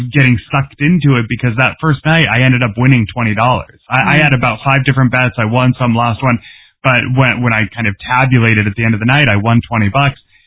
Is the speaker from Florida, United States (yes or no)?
no; Massachusetts, United States; I grew up in Massachusetts, so I've been New England sports fan, the Celtics and Patriots.